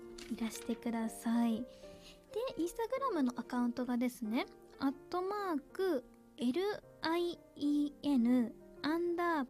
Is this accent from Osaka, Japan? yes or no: no; Hokkaido, Japan